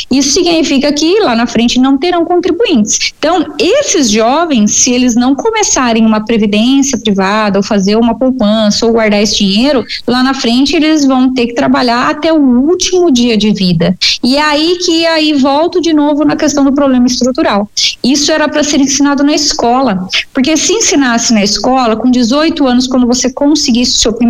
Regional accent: Brazil; Então, por que que eu, por exemplo, como brasileira, né?

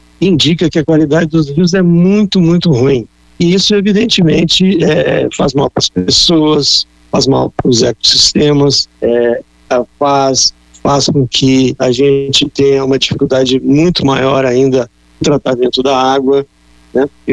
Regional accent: Porto Alegre, Rio Grande do Sul, Brazil; os rios de Porto Alegre, que é uma cidade que conheço bem, eu sou de Porto Alegre originalmente

